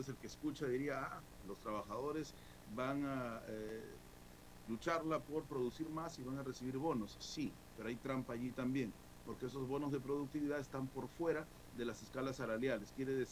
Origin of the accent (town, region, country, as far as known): Peru